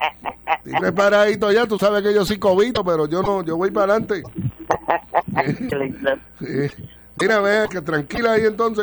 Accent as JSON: {"language": "Spanish", "town": "Añasco", "country": "Puerto Rico", "tie": "born or raised there", "said": "yo pertenecí a la tropa 285 de Mister Alizá, que en paz descanse en mi pueblo de Añasco."}